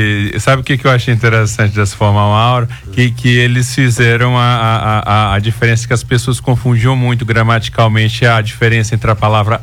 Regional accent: Brazil

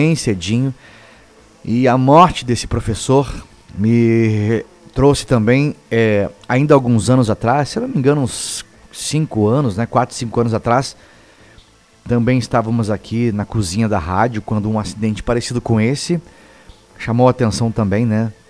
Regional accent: Francisco Beltrão, Paraná, Brazil; Eu, quando criança, me criei na Cidade Norte também

